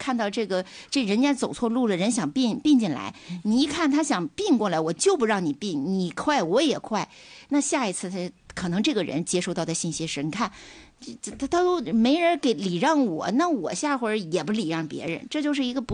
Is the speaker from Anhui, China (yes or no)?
no; Dalian, Liaoning, China; 尤其是我们大连人。